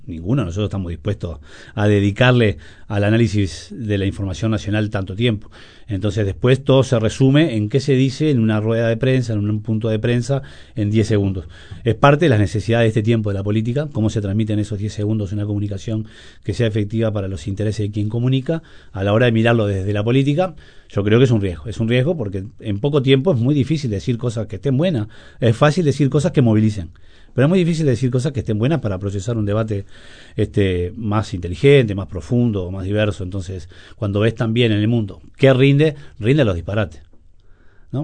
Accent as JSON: {"language": "Spanish", "country": "Uruguay", "said": "nosotros como uruguayos"}